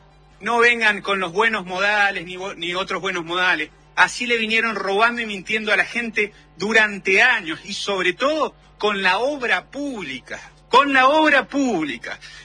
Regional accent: Argentina

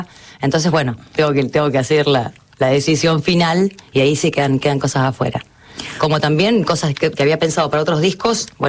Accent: Córdoba, Argentina; accent: no tonadita; swallows S like people from Santa Fe; moved away as an adult; also born or lived in Rosario; now in Buenos Aires, Argentina; es una ciudad pequeña, que es el departamento de mi pueblo, Los Urgentes es mi pueblo.

